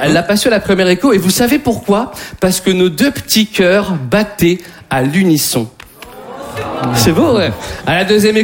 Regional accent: Hauts-de-France, France; Et je vous rappelle qu'on est du Nord.

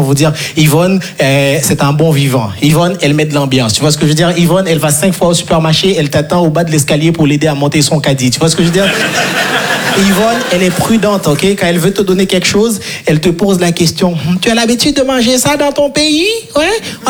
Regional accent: Haiti

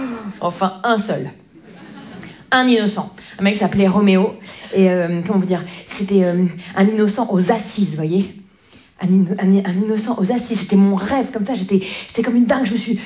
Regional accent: Grand Est, France; Moi, je viens des Vosges. Les Vosges.

